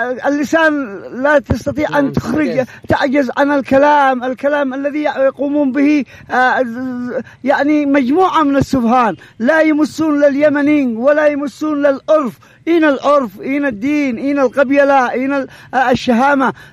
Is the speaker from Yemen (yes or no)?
yes; Yemen; نحن يمنيين دمنا واحد وديننا واحد